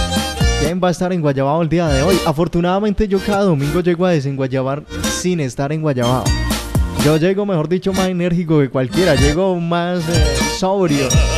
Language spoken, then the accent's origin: Spanish; Colombia; es algo que nos corresponde como colombianos.